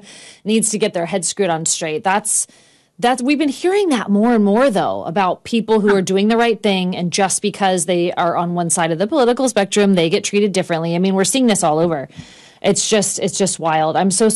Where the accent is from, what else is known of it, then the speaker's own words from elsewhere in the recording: California, United States; I grew up more in the middle of the state